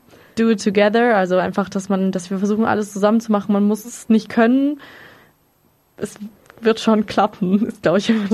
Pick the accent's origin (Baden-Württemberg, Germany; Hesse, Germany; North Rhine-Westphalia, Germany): Baden-Württemberg, Germany; Lörrach; now in Freiburg, Germany